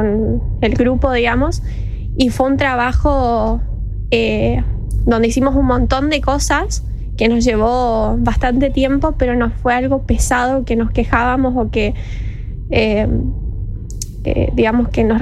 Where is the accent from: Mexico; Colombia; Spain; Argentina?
Argentina; Lanteri, Santa Fe; Yo soy de Lanteri, provincia de Santa Fe.